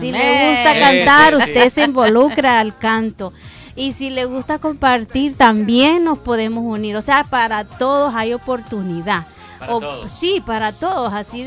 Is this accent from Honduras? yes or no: yes; Honduras; moved away; Yo soy de Honduras